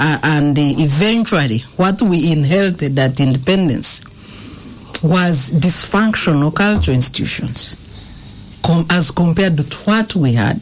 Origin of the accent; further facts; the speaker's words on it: Western Region, Uganda; the kingdom would add value in Ankole. That's where I come from.